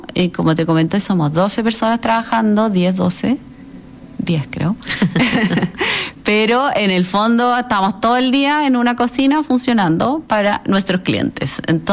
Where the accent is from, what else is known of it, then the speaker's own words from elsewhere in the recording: southern Chile, Chile; Yo soy sureña, alemana, y soy muy agridulce.